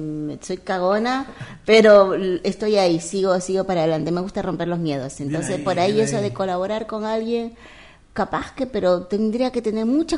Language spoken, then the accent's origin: Spanish; Peru; Y la salsa porque soy peruana.